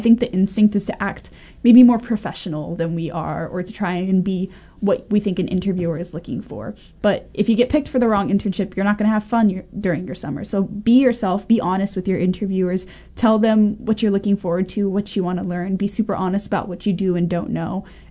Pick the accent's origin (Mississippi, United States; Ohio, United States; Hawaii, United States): Hawaii, United States; moved away as an adult; when you're a first year student in college and you're from Hawaii